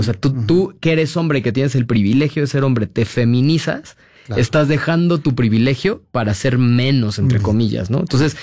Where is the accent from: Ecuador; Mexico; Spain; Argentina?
Mexico